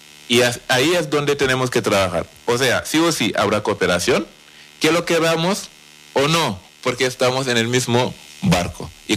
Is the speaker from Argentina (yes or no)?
no; Senegal; now in Spain; Finalmente, yo soy senegalés, he vivido aquí en Canarias